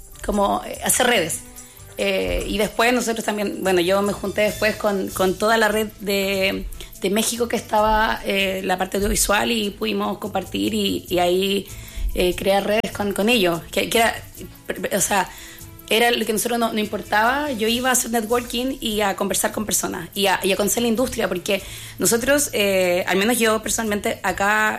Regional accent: Copiapó, Atacama, Chile; yo soy de Atacama, es una región chica, soy de Copiapó

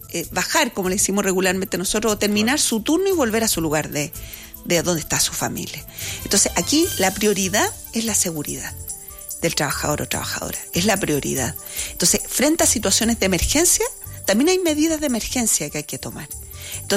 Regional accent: Chile; como chilenos, chilenas, habitantes de nuestro territorio chileno

